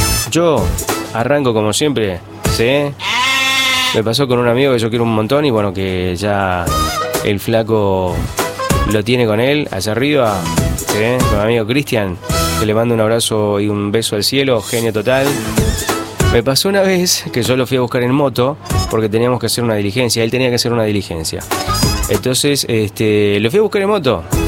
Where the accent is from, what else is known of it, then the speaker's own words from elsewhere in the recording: Argentina; como buen argento, como buenos argentinos